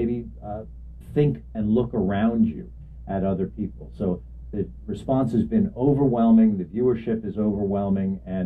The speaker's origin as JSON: {"language": "English", "area": "Long Island", "region": "New York", "country": "United States", "tie": "born or raised there", "moved": "yes", "lives_now": "Florida, United States", "said": "I grew up on Long Island, New York, right. And I live in Florida now"}